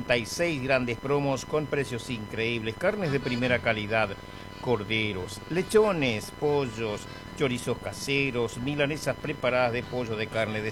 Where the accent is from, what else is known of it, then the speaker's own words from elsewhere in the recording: Presidencia de la Plaza, Chaco, Argentina; Presidencia de la Plaza, mi pueblo natal.